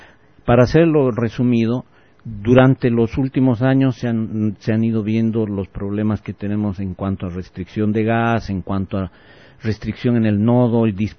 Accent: Chile; Entonces, yo vengo desde Chile, que trabajo hace más de 20 años en el sector de energías renovables

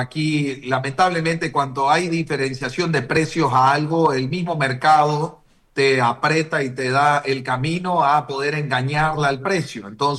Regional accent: Bolivia; nosotros como ciudadanos, como familia boliviana

